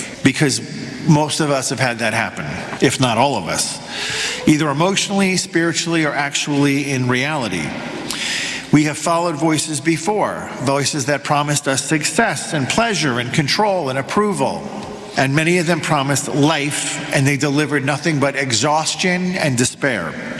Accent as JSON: {"language": "English", "region": "New York", "country": "United States", "said": "I'm from New York."}